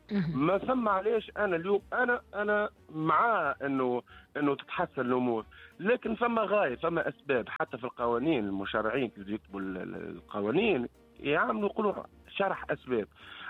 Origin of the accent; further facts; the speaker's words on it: Tunisia; اللي باش نكري من عنده تونسي بلس وانا تونسي موا